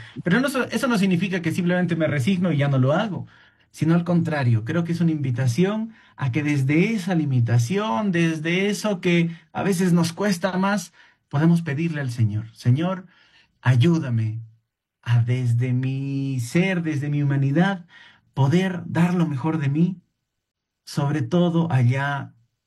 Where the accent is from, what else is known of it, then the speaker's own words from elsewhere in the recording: Arequipa, Peru; born there; moved away; yo soy exalumno jesuita del Colegio San José de Arequipa